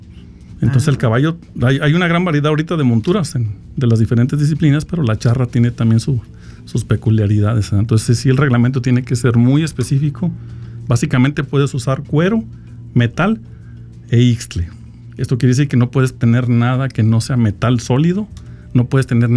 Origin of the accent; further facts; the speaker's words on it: Mexico; nosotros como mexicanos